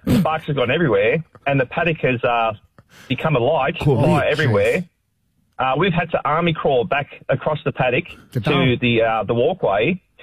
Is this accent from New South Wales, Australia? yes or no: yes; Campbelltown, New South Wales, Australia; So growing up in Campbelltown in the 80s, we used to have bow and arrows, mainly for boredom, but a little bit of survival as well.